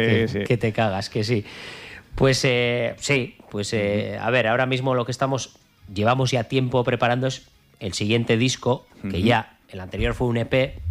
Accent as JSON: {"language": "Spanish", "town": "Bermeo", "region": "Basque Country", "country": "Spain", "said": "Yo soy de Bermeo y Manol es de Mundaka"}